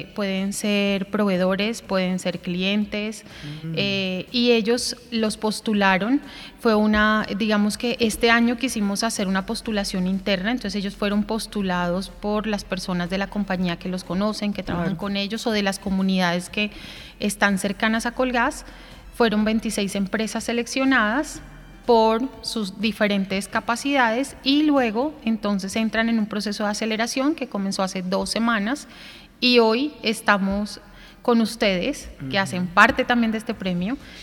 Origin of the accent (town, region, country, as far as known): Colombia